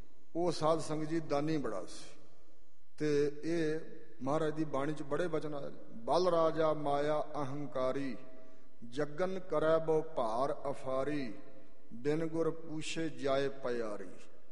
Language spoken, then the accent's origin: Punjabi; Punjab, India; ਮੇਰੇ ਨਾਲ ਦੇ ਪਿੰਡ ਰੰਗੜ ਨੰਗਲ ਵਿੱਚ, ਰੰਗੜ ਨੰਗਲ ਪਿੰਡ ਨਾਲ ਹੀ ਆ ਮੇਰੇ ਪਿੰਡ ਦੇ, ਜ਼ਿਲ੍ਹਾ ਗੁਰਦਾਸਪੁਰ 'ਚ